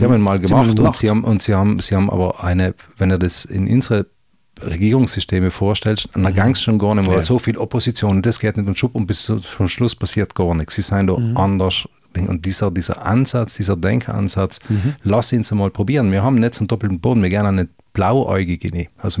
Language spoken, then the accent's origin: German; Trentino-Alto Adige, Italy